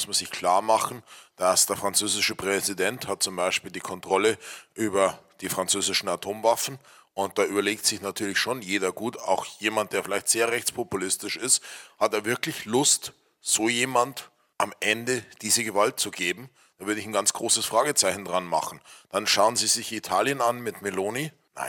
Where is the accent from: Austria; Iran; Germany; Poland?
Germany; Und wir haben als Deutsche ein ganz großes Interesse